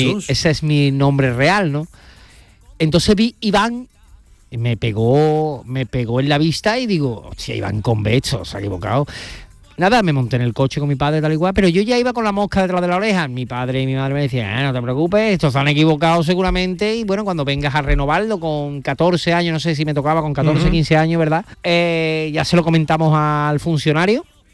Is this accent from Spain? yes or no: yes; Alcalá de Guadaíra, Andalusia, Spain; also born or lived in Seville; Yo nací en el Virgen del Rocío. Pero bueno, mi residencia está en Alcalá de Guadaira desde pequeño. Soy alcalareño. Sevillano y alcalareño.